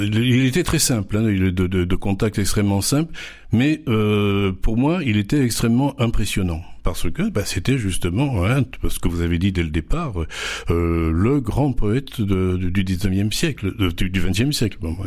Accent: Provence-Alpes-Côte d'Azur, France; Moi, je suis des Alpes du Sud, hein, donc c'est assez loin de l'Hérault, où c'est toujours la même langue.

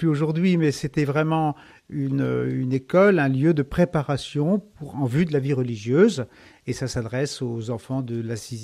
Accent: Lamballe, Brittany, France; born there; moi je suis né en 1962 à Lamballe, dans les Côtes d'Armor. Et ma famille était chrétienne, nous allions à la messe tous les dimanches

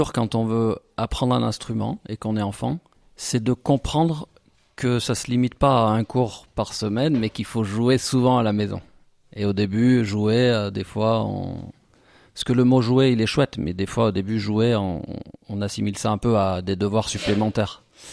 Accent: Le Puy-en-Velay, Auvergne-Rhône-Alpes, France; J'ai grandi au Puy.

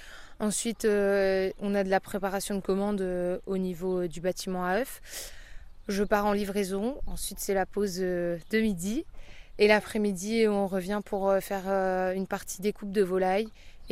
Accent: France; Faut pas oublier qu'on est français, qu'il faut d'abord consommer ce que nous on produit.

